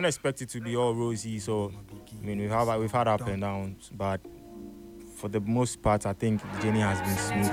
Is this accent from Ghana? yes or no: yes; Tema, Greater Accra, Ghana; I'm a rap artist. I'm from Tema West